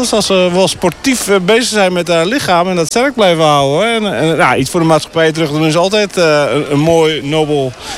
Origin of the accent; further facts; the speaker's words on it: Assendelft, North Holland, Netherlands; Nou, we komen uit Assendelft eigenlijk.